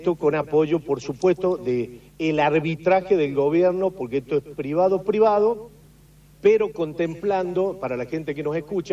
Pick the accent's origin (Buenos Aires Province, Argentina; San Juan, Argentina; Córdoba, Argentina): San Juan, Argentina; lo cual, el dueño de los recursos somos sanjuaninos.